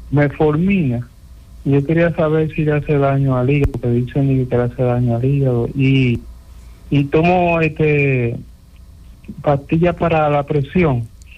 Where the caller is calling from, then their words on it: Santiago de los Caballeros, Santiago, Dominican Republic; de Santiago.